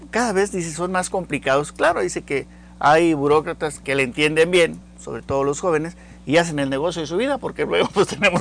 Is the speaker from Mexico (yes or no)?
yes; Mexico; así somos los mexicanos